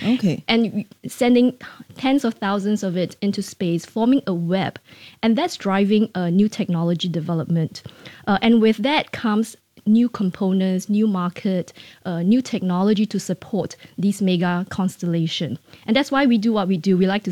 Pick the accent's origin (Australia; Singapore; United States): Singapore; I do realize, as someone working in the space industry and as a Singaporean, that is a very big step forward